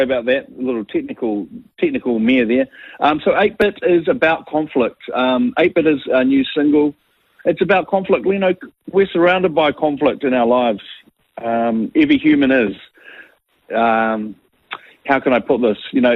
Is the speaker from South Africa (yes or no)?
no; Wellington, New Zealand; now in New Plymouth, New Zealand; Hi, I'm from Wellington, actually. I love Wellington, always lived there 42 years, currently living in New Plymouth, which I also love.